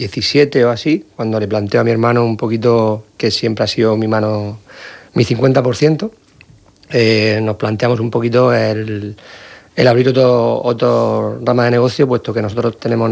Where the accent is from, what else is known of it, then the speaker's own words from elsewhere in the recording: Alicante, Valencian Community, Spain; En ese momento veníamos mucho por Murcia, aunque somos de la Vega Baja, de la zona de Alicante, pero veníamos mucho a Murcia.